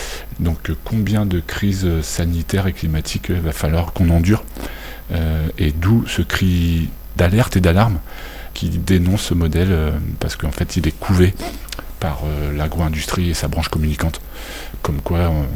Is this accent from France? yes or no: yes; Vannes, Brittany, France; Je suis de Vannes, moi, fils d'ouvrier, travailleur dans le social